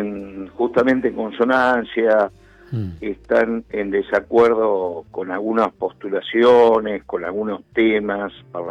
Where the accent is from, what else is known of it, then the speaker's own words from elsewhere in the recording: Mar del Plata, Buenos Aires Province, Argentina; Yo soy de Mar del Plata.